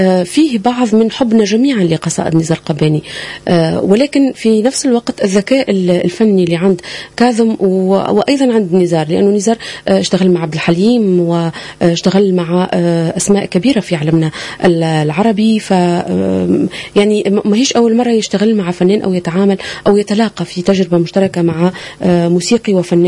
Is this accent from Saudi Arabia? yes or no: no; Tunisia; عندنا في تونس